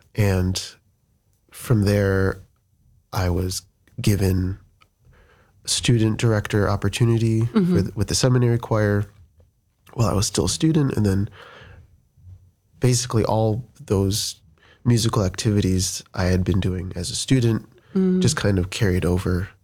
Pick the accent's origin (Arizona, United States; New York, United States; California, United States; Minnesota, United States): New York, United States; born there; also born or lived in Cleveland, Ohio; Grew up in Cleveland for a little bit, and then moved to upstate New York. Right around 2000, and then grew up there for 17 years, and then was always an altar boy.